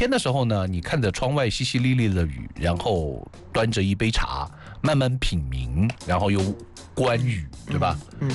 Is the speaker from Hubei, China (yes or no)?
no; Yueyang, Hunan, China; now in Anhui, China; 因为我从小在湖南长大，而且湖南我在岳阳，岳阳呢也是在长江边